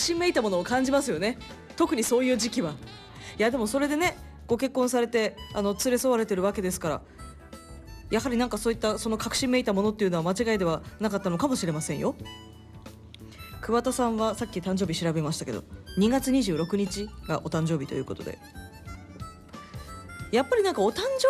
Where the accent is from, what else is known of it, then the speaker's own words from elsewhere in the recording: Shari, Hokkaido, Japan; born there; now in Kitami, Japan; 斜里町生まれ北見市在住のアナウンサー